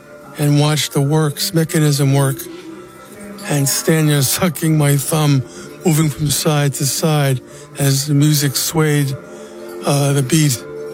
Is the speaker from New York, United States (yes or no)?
yes; Bronx, New York, United States; Well, I grew up in the Northeast Bronx, New York. I lived in an apartment house.